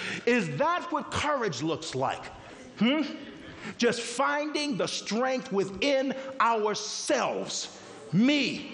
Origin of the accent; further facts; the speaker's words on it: West Coast, United States; moved away; I come from the West Coast and we don't need umbrellas out there.